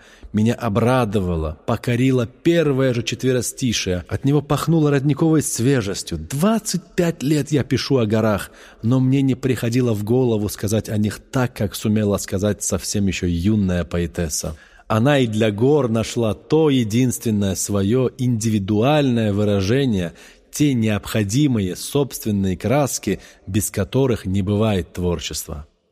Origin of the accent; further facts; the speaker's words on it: Nalchik, Kabardino-Balkaria, Russia; Я сам из Нальчика.